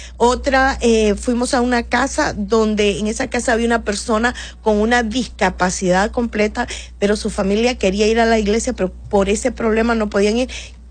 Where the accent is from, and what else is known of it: Honduras